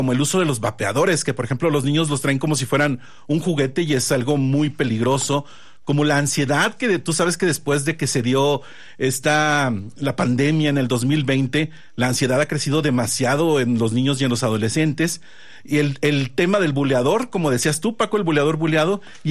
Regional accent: Saltillo, Coahuila, Mexico; nosotros venimos de Saltillo.

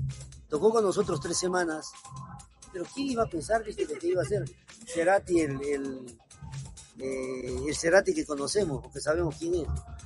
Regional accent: Peru; moved away; also born or lived in Argentina; Yo soy peruano.

